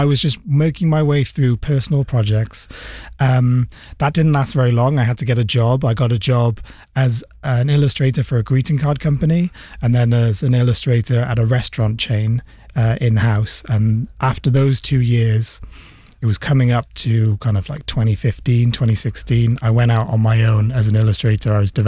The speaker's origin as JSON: {"language": "English", "country": "Sri Lanka", "tie": "born or raised there", "moved": "yes", "lives_now": "United Kingdom", "said": "I mean, growing up in Sri Lanka and coming to the UK"}